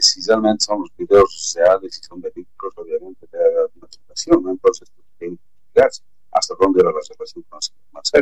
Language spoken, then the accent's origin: Spanish; Bolivia; nosotros como bolivianos